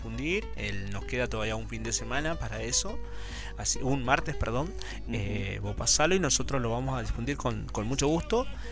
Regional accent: Reconquista, Santa Fe, Argentina; por nuestro pueblo, por nuestra ciudad de Reconquista

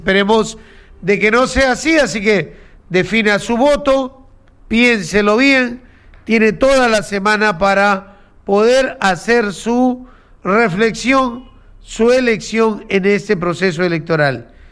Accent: Peru

